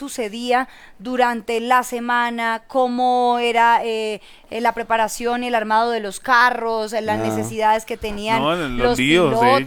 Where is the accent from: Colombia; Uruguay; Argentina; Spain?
Colombia; el sentimiento como colombiana.